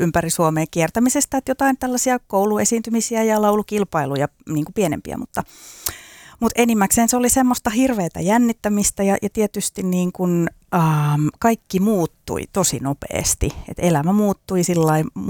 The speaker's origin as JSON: {"language": "Finnish", "town": "Harjavalta", "region": "Satakunta", "country": "Finland", "tie": "born or raised there", "moved": "yes", "said": "Harjavallassa siksi, koska olen sieltä kotoisin ja se on myös Harjavalta-salissa, eli siellä mä oon ekat kerrat yläasteella laulanut"}